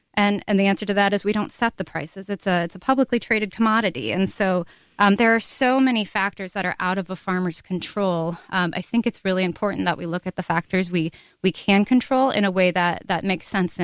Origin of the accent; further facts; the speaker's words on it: Davenport, Iowa, United States; I grew up in Davenport. I hadn't been on a farm until I was 21 years old.